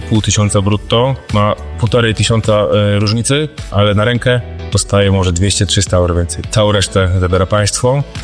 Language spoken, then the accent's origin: Polish; Brussels, Brussels-Capital Region, Belgium; My się tutaj wychowaliśmy, więc znamy język, więc się czujemy jak u siebie.